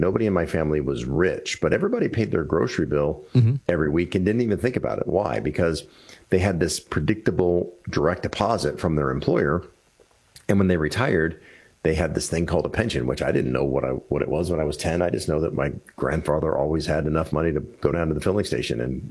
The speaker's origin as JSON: {"language": "English", "town": "Washington", "region": "District of Columbia", "country": "United States", "tie": "born or raised there", "said": "I grew up in the Washington, D.C. area."}